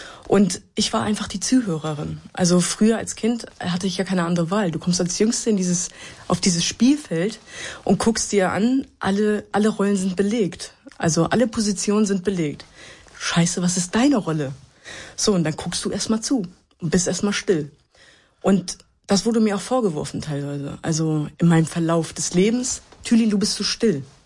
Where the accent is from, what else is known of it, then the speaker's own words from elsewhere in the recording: Hanover, Lower Saxony, Germany; Weil wir sind in Hannover-Linden groß geworden.